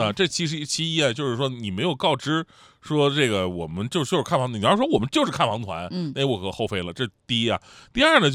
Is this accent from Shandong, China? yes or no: yes; Longkou, Shandong, China; moved away; 那山东龙口啊，我老家呀，我老家山东龙口